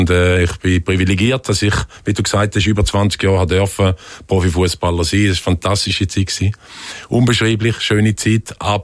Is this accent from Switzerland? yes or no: yes; Frauenfeld, Thurgau, Switzerland; Ich bin hier in der Nähe von Winterthur aufgewachsen, im Frauenfeld.